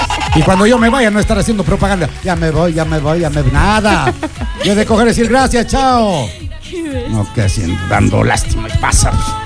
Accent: Ecuador

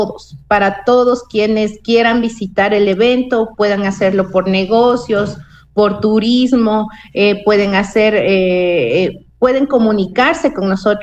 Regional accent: Ecuador; nosotros también como ecuatorianos

